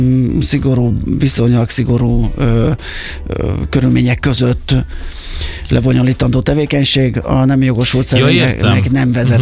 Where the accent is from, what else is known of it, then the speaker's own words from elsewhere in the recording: Budapest, Hungary; A belvárosiak, mert hogy ott nőttem fel, azok ismerősek